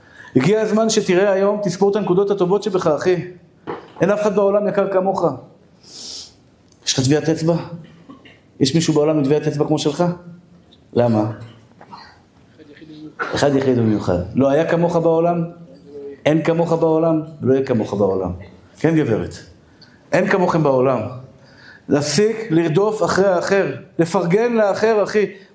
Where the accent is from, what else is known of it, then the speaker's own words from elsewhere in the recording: Tel Aviv, Tel Aviv District, Israel; born there; אני בן אדם פשוט, נולדתי בשכונת התקווה, תמיד אני אשאר כזה.